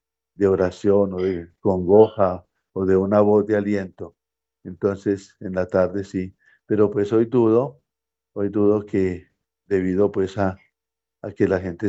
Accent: Colombia

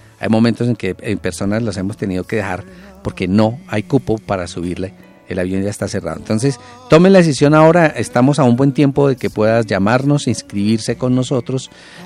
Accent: Colombia

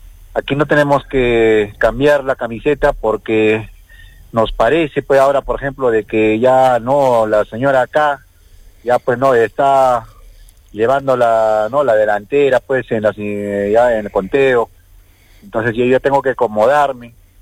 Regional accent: Arequipa, Peru; ¿A eso estamos condenados como peruanos, como arequipeños?

